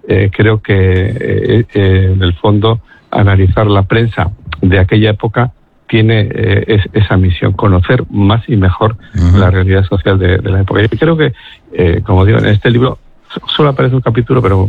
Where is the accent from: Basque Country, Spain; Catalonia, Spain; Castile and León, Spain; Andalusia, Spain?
Basque Country, Spain; Bilbao; also born or lived in Mexico; Y bueno, de alguna forma, pues yo soy consciente de haber nacido en Bilbao con 5 años, ¿no? Porque me considero un bilbaíno. Recuerdo perfectamente cuando entré en Bilbao en la estación de Abando y ver esa vidriera.